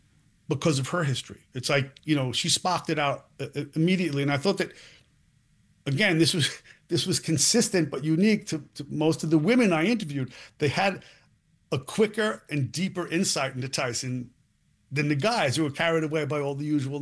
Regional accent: New York, United States; born there; I was born in New York. I know the history of New York fighters.

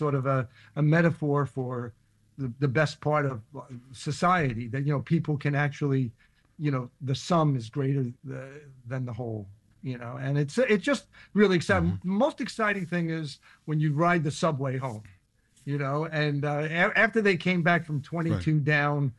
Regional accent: Hollis, New York, United States; also born or lived in Brooklyn, New York / Rosedale, New York; Well, actually, I was born in Brooklyn, but I grew up in Hollis and Queens. And then I moved to Rosedale.

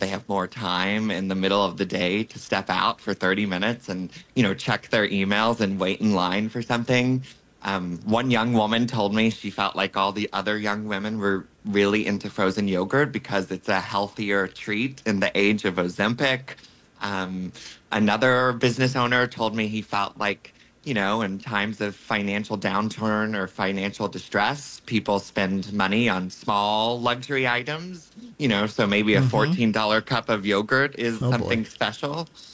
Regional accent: Tennessee, United States; I'm from Tennessee. I say inline.

